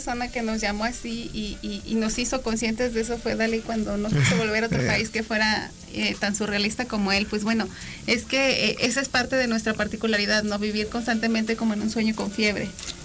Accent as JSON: {"language": "Spanish", "country": "Mexico", "said": "este calor que nosotros tenemos como mexicanos"}